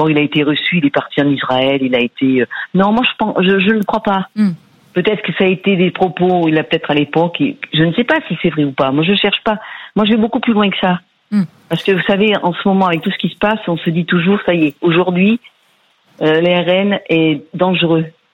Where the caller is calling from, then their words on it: Gallargues-le-Montueux, Occitanie, France; Alors moi, je vous appelle du Gard, Galargue-le-Montieu.